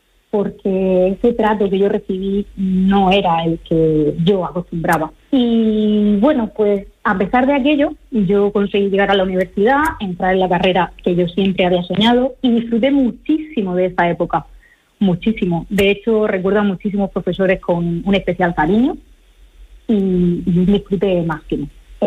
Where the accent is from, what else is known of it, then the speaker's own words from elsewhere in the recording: Campos del Río, Region of Murcia, Spain; Nosotros somos de Campos del Río, un pequeño pueblo de la región de Murcia, con mucho encanto.